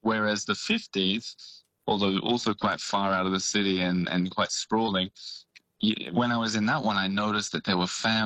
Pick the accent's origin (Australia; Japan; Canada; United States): Australia; now in Paris, France; And firstly, as an Australian, one of the things I miss from living in a big city like this